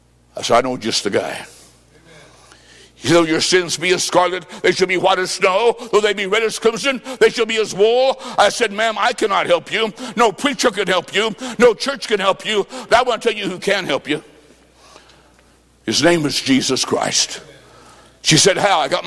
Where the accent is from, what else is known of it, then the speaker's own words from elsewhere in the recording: Illinois, United States; I said, "Mine, I'm from Illinois. Back there is 20 below. Thank you for sharing your weather."